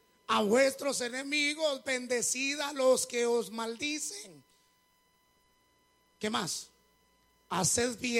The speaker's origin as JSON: {"language": "Spanish", "region": "Zacapa", "country": "Guatemala", "said": "Porque yo soy de Zacapa, tierra caliente."}